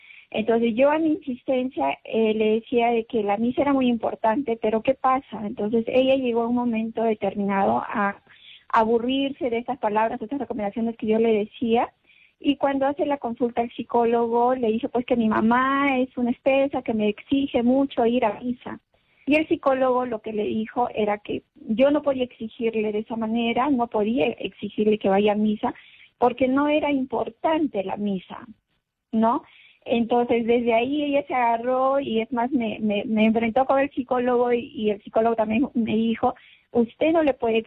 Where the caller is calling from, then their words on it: Abancay, Apurímac, Peru; le llamo desde Apurímac.